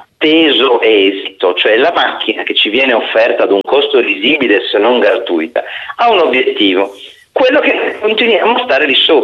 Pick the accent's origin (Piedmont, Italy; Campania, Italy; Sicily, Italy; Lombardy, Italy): Piedmont, Italy; Turin; io sono di Torino come hai ricordato